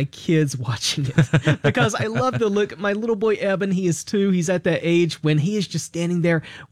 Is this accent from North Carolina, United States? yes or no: yes; Mount Airy, North Carolina, United States; my hometown of Mount Airy, North Carolina.